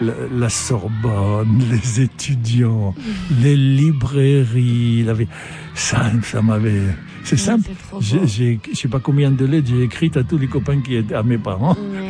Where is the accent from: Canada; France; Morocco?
Morocco; Casablanca, Casablanca-Settat; moved away as an adult; j'avais du Maroc, j'avais mon milieu au Maroc